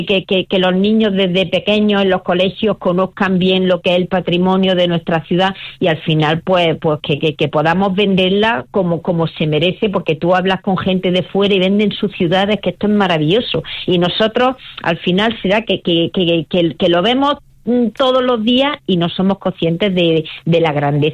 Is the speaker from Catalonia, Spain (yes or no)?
no; Granada, Andalusia, Spain; los primeros que tenemos que conocerlo somos los granadinos.